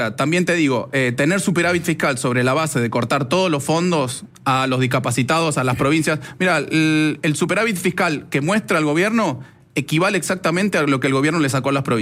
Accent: Quilmes, Buenos Aires Province, Argentina; Yo soy de Quilmes.

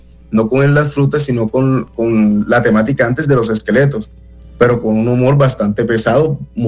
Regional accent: Sincelejo, Sucre, Colombia; Yo ahora mismo estoy en mi ciudad natal, yo estoy ahora mismo en Sincelejo, Colombia.

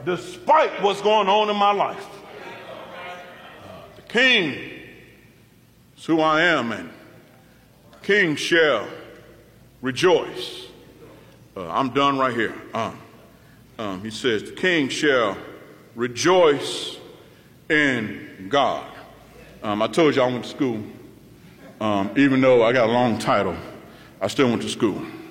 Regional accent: Indiana, United States; moved away; I'm from Northwest Indiana.

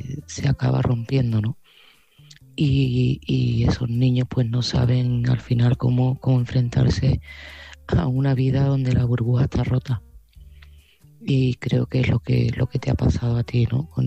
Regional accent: Seville, Andalusia, Spain

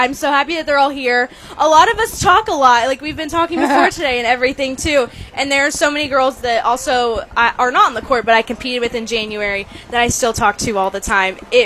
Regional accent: Indiana, United States; I'm the 2026 Indiana State Fair Queen, and I'm from Jackson County.

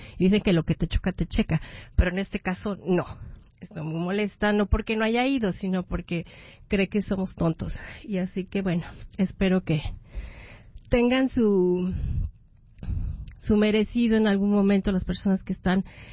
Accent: Mexico; Los que somos mexicanos estamos muy orgullosos de que llegan a los cuartos de final

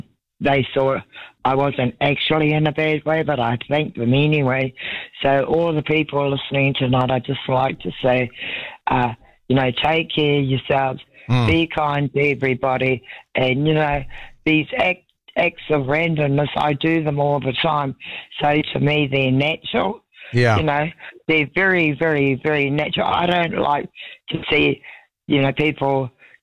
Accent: Gisborne, New Zealand; when I was a young child growing up in Gisborne, we moved from the coast, we had 2ZB was our radio station

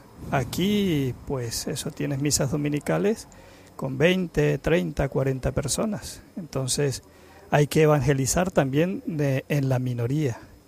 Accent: Venezuela; moved away; Porque uno viene de una realidad que yo llegué o salí de Venezuela en el año 2018

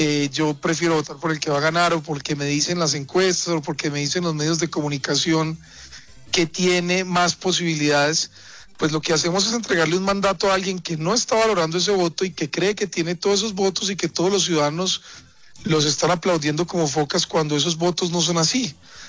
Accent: Manizales, Caldas, Colombia; Yo también soy de la provincia, yo soy de Manizales, es decir, de una ciudad además que del departamento de Caldas, que es muy cercano al norte del Tolima

